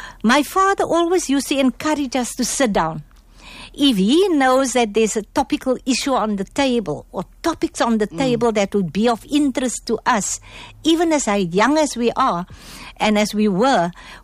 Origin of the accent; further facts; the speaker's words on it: Cape Town, Western Cape, South Africa; also born or lived in District Six, Cape Town / Goodwood, Cape Town; We moved to Goodwood. And thereafter, we moved to Bridgetown, where we stayed up till this moment.